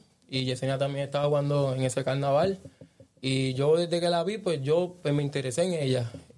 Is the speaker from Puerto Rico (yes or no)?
yes; Caguas, Puerto Rico; soy del pueblo de Cagua, pertenecemos a la iglesia La Trompeta de Jesucristo, que está en el barrio de las Piñas, en Junco.